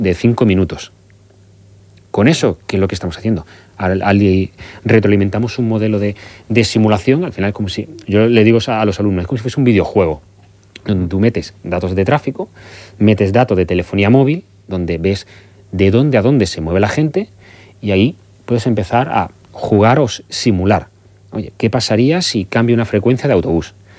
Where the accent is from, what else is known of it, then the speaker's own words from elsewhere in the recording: Málaga, Andalusia, Spain; Voy a poner un ejemplo de Málaga, voy a tirar por mi tierra si me lo permites, calle Larios, que todo el mundo a lo mejor la conocerá. Yo he pasado en coche de pequeño, mi padre aparcado en doble fila